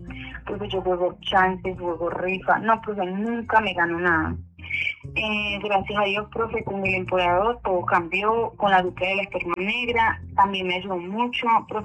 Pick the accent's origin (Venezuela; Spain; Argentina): Venezuela; now in Villeta, Colombia